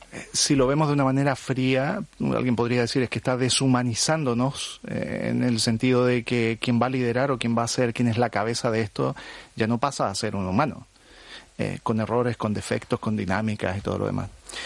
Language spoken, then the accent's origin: Spanish; southern Chile, Chile; Yo vengo del sur de Chile. Mis padres son panaderos, son pequeños empresarios.